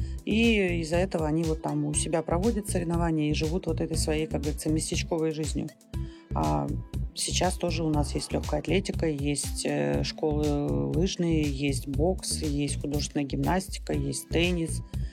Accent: Magadan, Magadan Oblast, Russia; я уроженка города Магадана. Очень всегда снежным, вьюжным, какие-то всегда метели, ветра.

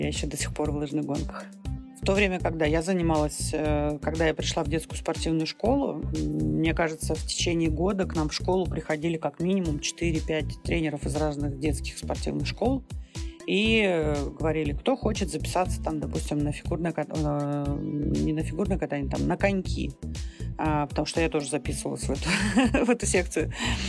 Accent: Magadan, Magadan Oblast, Russia; я уроженка города Магадана. Очень всегда снежным, вьюжным, какие-то всегда метели, ветра.

